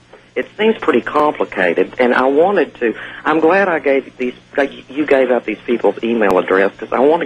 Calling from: Cedar Hill, Texas, United States; I'm from Cedar Hill, Texas. It's outside of Dallas.

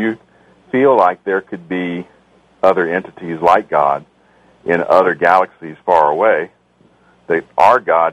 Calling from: Texas, United States; I'm calling from South Texas.

